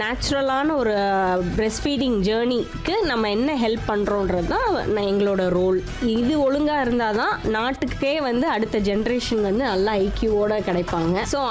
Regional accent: Tirupattur district, Tamil Nadu, India; moved away as an adult; also born or lived in Coimbatore / Hyderabad / abroad; now in Madurai, India; என்னோட சொந்த ஊர் வந்து திருப்பத்தூர் மாவட்டம்ல தாதனவலசின்ற ஒரு கிராமம். திருப்பத்தூர்ல இருந்தா ஸ்கூலிங் எல்லாமே, அப்புறம் காலேஜ் வந்து கோயம்புத்தூர் பிஎஸ்ஜில தான் காலேஜ் முடிச்சது. அதுக்கப்புறம் ஒர்க்காக ஹைதராபாத் கொஞ்சம் வருஷம் இருந்தேன்.

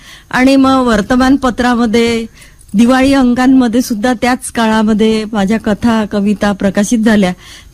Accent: Darwha, Maharashtra, India; माझं माहेर यवतमाळ जिल्ह्यातील दारव्हा येथील.

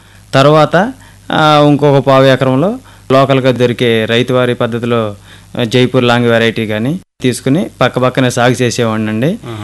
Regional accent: Kosurivaripalem, Andhra Pradesh, India; కోసూరివారిపాలెం మోపిదేవి మండలం కృష్ణా జిల్లా నుంచి వచ్చామండి.

